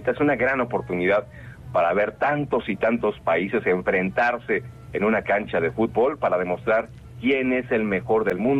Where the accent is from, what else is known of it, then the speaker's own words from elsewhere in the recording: Mexico; Yo como mexicano reconozco que Argentina tiene un enorme equipo.